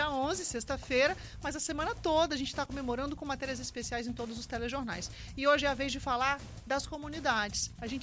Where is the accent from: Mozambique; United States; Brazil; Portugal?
Brazil; Vitória, Espírito Santo; Eu amo Vitória, sou de Vitória, sou apaixonada, sou bairrista mesmo.